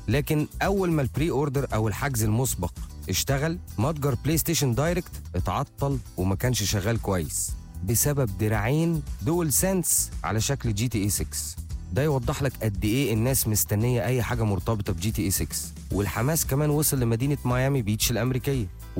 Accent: Egypt; عندنا في مصر

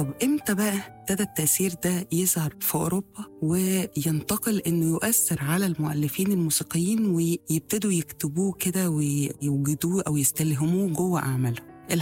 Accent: Egypt; بالنسبة لنا احنا كمصريين

